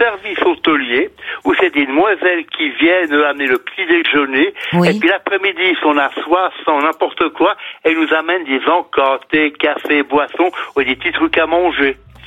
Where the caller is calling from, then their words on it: Switzerland; je suis en Suisse